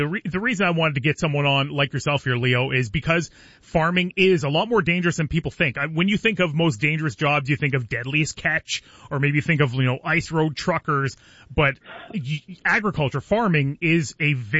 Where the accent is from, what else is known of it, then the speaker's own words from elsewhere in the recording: Belle River, Ontario, Canada; I am a county kid. I grew up in Pewson and Bell River